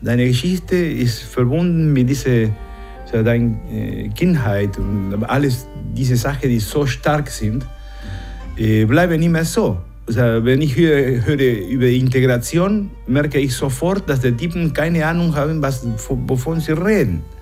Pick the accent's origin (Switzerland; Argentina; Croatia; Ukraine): Argentina; German is a second language; now in Germany; Ich mache Deutschland schöner mit meiner Musik, aber ich bin Argentinier.